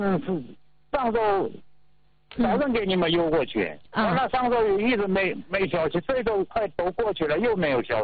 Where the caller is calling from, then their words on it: Yanbian, Jilin, China; 啊，我在延边。